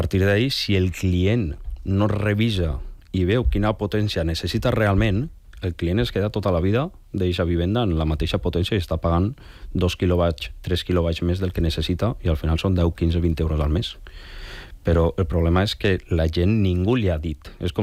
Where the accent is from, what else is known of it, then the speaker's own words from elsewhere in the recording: L'Olleria, Valencian Community, Spain; Nosaltres al final venim d'un poble. I venim de l'Olleria.